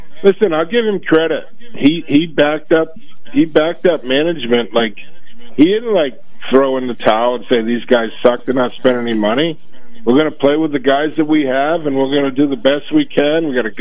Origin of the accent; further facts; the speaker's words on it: New Hampshire, United States; I grew up in New Hampshire